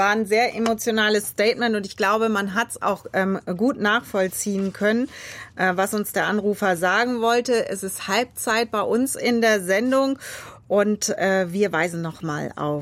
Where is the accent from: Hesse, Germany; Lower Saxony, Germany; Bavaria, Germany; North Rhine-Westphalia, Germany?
Lower Saxony, Germany; Verden; aus Verden an der Aller, mir sehr nahe, meine Heimatstadt.